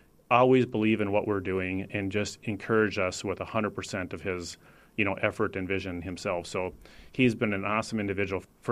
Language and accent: English; Wahpeton, North Dakota, United States; now in Fargo, United States; I'm from Wahpeton, and I grew up in my family owned a landscape construction business.